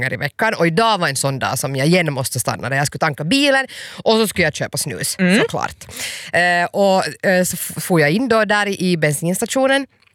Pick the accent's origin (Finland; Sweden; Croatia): Finland; Hanko, Uusimaa; Det är min hemstad, man pratar mera finska där än vad man pratar svenska.